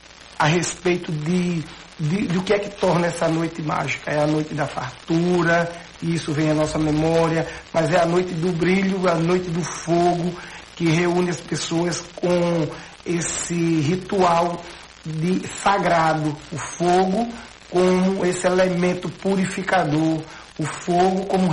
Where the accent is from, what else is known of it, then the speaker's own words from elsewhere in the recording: Pernambuco, Brazil; eu também volto lá para o meu interior, dentro da várzea, onde morávamos numa área de sítio aqui. Morávamos nas terras dos Brenãs, que fica aqui próximo